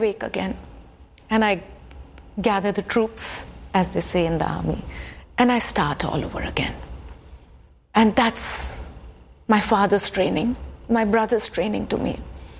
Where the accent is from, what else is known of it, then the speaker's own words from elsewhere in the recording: India; He's Austrian, I'm Indian